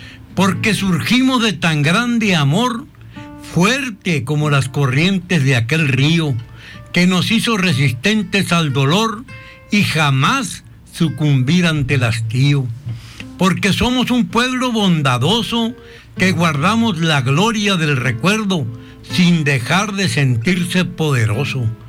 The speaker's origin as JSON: {"language": "Spanish", "country": "Mexico", "tie": "born there", "said": "orgulloso también en estas fiestas patrias de ser mexicano y haber nacido en el rancho San Pedro."}